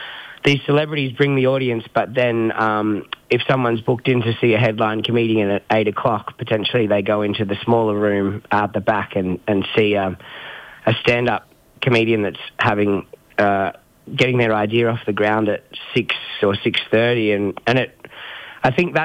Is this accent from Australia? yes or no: yes; Brisbane, Queensland, Australia; Because I grew up in Wynnum and I thought that as a creative guy, I needed to be anywhere other than there.